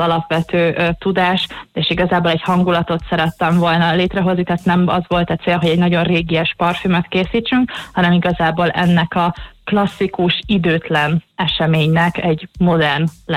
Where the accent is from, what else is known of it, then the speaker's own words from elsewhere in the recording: Tihany, Veszprém County, Hungary; Én ugye Tihanyban nőttem fel, és igazi balatoni lány vagyok